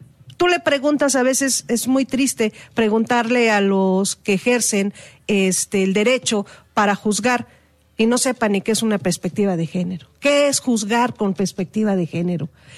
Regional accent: Mexico; en todos somos mexicanas, mujeres, y es el feminicidio aquí y en Baja California

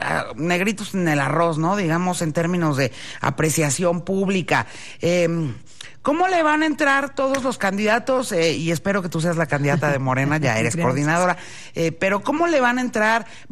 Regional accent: Mexico City, Mexico; yo me incluyo como chilanga

